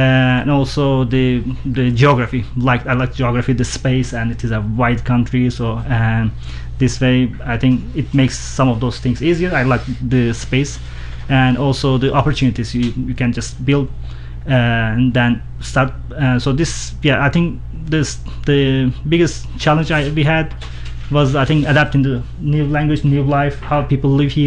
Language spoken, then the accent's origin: English; Istanbul, Turkey; English is a second language; moved away as an adult; also born or lived in East Turkey (Northern Kurdistan), near Ararat; now in Nashville, United States; my family moved to Istanbul, and I was 3 years back then. So I grew up there. So that was first time, I guess, we migrated.